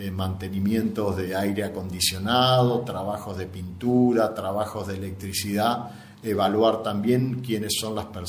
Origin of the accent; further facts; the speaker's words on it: Ramallo, Buenos Aires Province, Argentina; soy de Ramallo